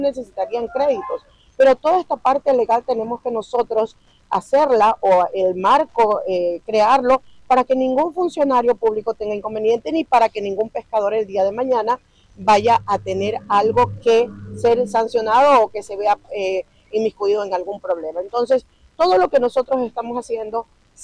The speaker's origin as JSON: {"language": "Spanish", "region": "Manabí", "country": "Ecuador", "said": "más allá de ser una gobernadora, soy una manabita"}